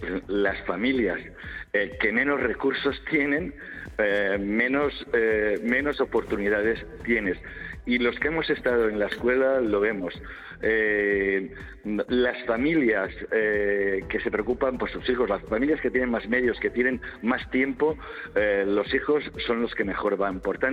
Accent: Valencian Community, Spain; por aquí somos valencianos y lo hacemos todo con música

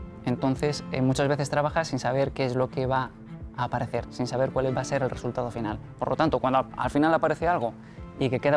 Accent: Madrid, Community of Madrid, Spain; yo soy de aquí, yo soy de Madrid

